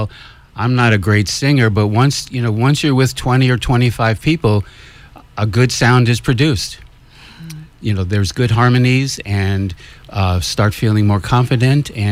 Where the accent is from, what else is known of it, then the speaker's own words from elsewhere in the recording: New York City, New York, United States; I grew up in Brooklyn, New York. I went to Catholic elementary school, and I sang in the church choir from fourth grade through eighth grade.